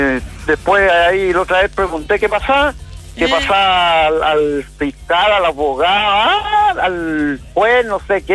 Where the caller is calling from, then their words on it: San Javier, Maule, Chile; Yo soy de San Javier, pues, y yo llevo como... Bueno, voy a cumplir como 8 años aquí.